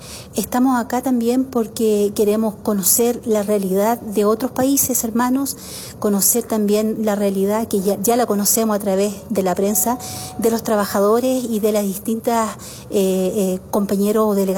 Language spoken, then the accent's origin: Spanish; Chile; en Chile también tenemos un gobierno de derecha